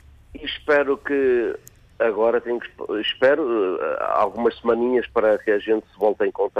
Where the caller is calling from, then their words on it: Portugal; Quando são equipas portuguesas a jogar lá fora, somos portugueses